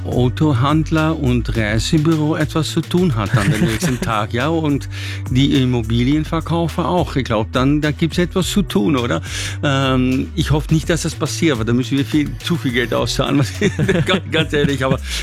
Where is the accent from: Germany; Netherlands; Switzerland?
Netherlands; German is a second language; ich bin Holländer, wie Sie wissen, vielleicht auch hören